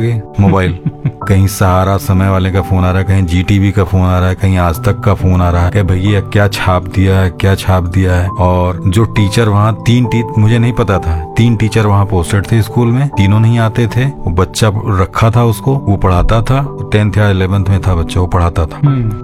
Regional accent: Uttar Pradesh, India; तो हमारा जो इलाका है उधर का वो बाढ़ से बहुत प्रभावित होता है, तरबगंज और करनेलगंज

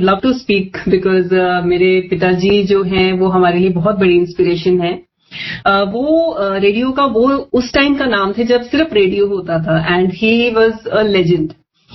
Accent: Shimla, Himachal Pradesh, India; हम बहुत छोटे से घर में पले बड़े हैं, शिमला आपको मालूम है बहुत छोटी जगह है, और हमारा घर भी बहुत छोटा था।

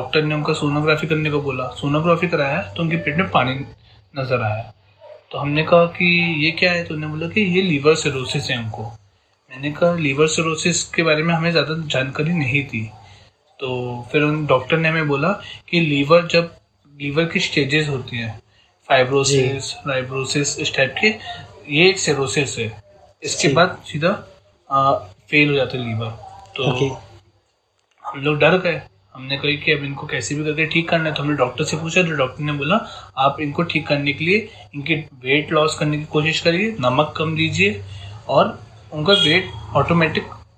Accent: Bhopal, Madhya Pradesh, India; जी नमस्ते … मैं भोपाल का रहने वाला हूँ

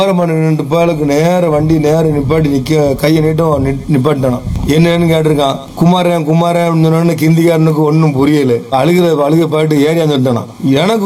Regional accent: Paman, Tamil Nadu, India

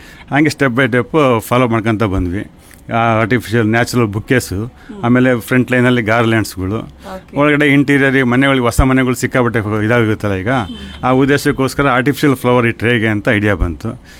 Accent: Madinahalli, Karnataka, India; also born or lived in Shivamogga; ನಾವು ಹುಟ್ಟಿ ಬೆಳೆದಿದ್ದು ನೇಟಿವ್ ನಮ್ದು ಹೊನ್ನಾಳಿ ಹತ್ರ ಮಾದಿನಹಳ್ಳಿ ಅಂತೇಳಿ. ತಂದೆ ಊರು, ತಾಯಿ ಊರು ಹತ್ತೂರು ಅಂತೇಳಿ. ನಾನು ಆಲ್ರೆಡಿ ಫುಲ್ ಎಲ್ಲ ಸ್ಟಡಿ ಮಾಡಿದ್ದು ಶಿವಮೊಗ್ಗದಲ್ಲೇ, ನ್ಯಾಷನಲ್ ಕಾಲೇಜಲ್ಲಿ ಓದಿರೋದು.

